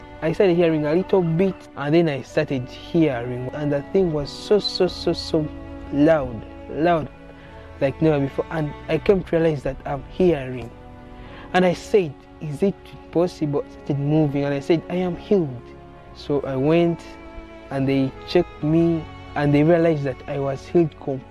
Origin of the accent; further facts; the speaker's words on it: Wakiso, Central Region, Uganda; I come from Wakiso.